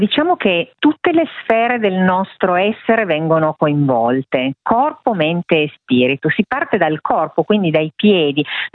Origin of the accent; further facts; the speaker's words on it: Turin, Piedmont, Italy; Io sono torinese, forse si sente anche dal mio accento.